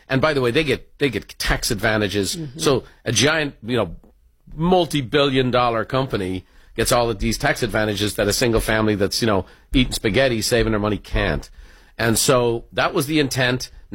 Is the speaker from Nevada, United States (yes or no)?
no; California, United States; My people. I'm from the People's Republic of California.